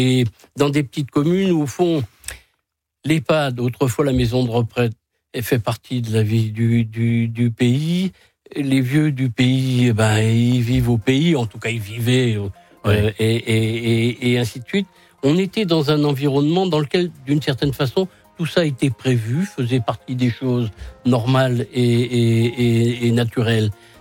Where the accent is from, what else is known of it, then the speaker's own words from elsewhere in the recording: Brittany, France; Je reviens à la commune dont je suis originaire, dans le sud de la Bretagne.